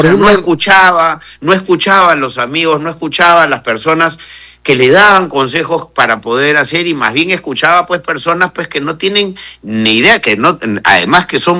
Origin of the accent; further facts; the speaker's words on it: Peru; nosotros somos peruanos y somos una raza distinta